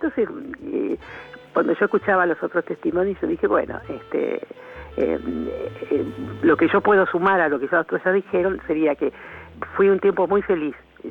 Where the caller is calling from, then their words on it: Chascomús, Buenos Aires Province, Argentina; de Chascomús.